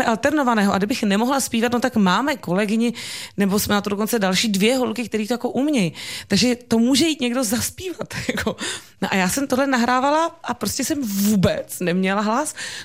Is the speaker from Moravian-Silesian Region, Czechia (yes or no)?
no; Prague, Czechia; Tak logicky přirozeně já jsem byla z Prahy, měl ten pocit, že bych měla třeba sem jít nebo něco.